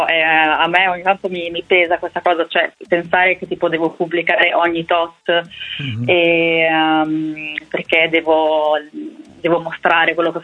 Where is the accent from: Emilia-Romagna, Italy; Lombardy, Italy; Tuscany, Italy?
Emilia-Romagna, Italy; Rimini; Esatto, infatti sono molto contenta, io sono cresciuta a Rimini